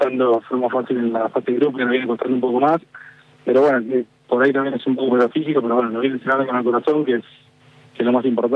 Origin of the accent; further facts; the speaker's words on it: Argentina; yo como argentino